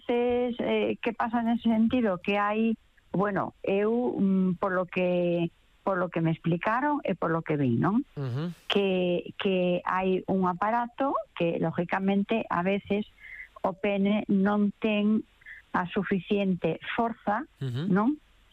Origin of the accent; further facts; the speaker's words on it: O Grove, Galicia, Spain; Sí, que escriban como queiran, pero eu son do Grove con J punto.